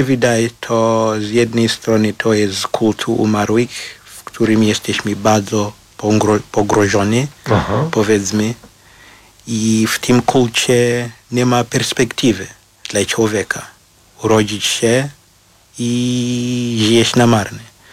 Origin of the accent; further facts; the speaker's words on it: Marondera, Mashonaland East, Zimbabwe; Polish is a second language; moved away as an adult; now in Poland; Ja urodziłem się w Zimbabwe, w Marondera. To jest taki małe miejsce, miejscowość raczej, w Zimbabwe.